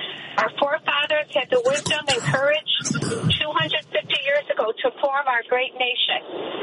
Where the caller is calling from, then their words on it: Chicago, Illinois, United States; from Chicago.